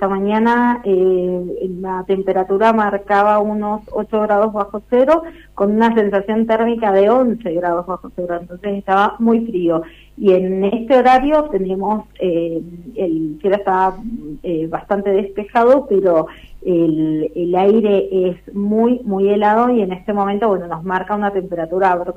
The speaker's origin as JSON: {"language": "Spanish", "town": "Uspallata", "region": "Mendoza", "country": "Argentina", "tie": "born or raised there", "said": "yo estoy nacida y criada acá en Uspallata."}